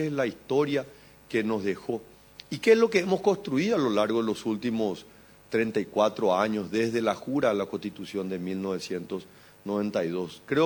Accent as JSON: {"language": "Spanish", "country": "Paraguay", "said": "como un paraguayo orgulloso de nuestra nación"}